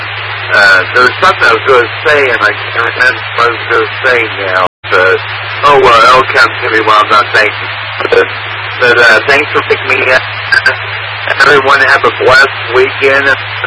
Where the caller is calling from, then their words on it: Indiana, United States; in Rustville, Indiana.